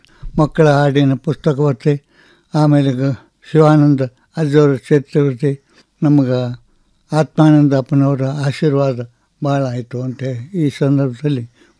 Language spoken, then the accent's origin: Kannada; Ramdurg, Karnataka, India; ನಾನು ರಾಮದುರ್ಗ ನಮ್ಮ ಊರಲ್ಲಿ ನಾನು ಶಿಕ್ಷಕನಾಗಿ ಕೆಲಸ ಮಾಡುವಾಗ